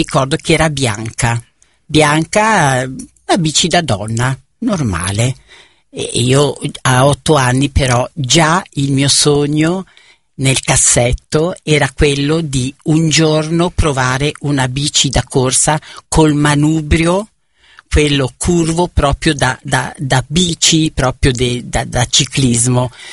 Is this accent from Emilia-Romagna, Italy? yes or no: yes; Predappio, Emilia-Romagna, Italy; born there; essendo nata appunto a Predappio, 2 chilometri prima di arrivare da Forlì verso l'Appennino tosco-emiliano